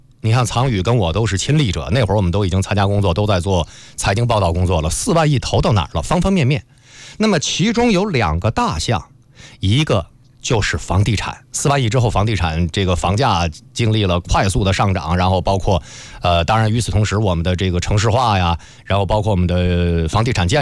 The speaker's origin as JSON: {"language": "Chinese", "country": "China"}